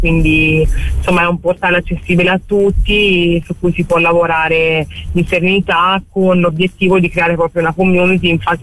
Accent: Florence, Tuscany, Italy; nel senso che io sono cresciuta a Firenze e io volevo finire la carriera a Firenze

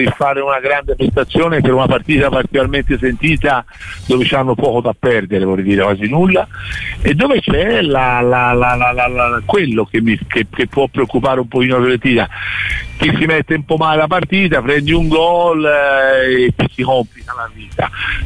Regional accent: Tuscany, Italy; siamo toscani.

